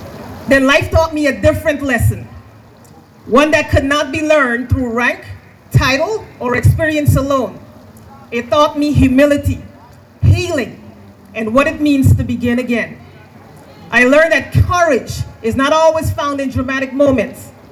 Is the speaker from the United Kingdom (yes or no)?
no; Guyana; born there; moved away; also born or lived in United States; I was born in Guyana, a nation whose story is rooted in resilience, perseverance, and possibility.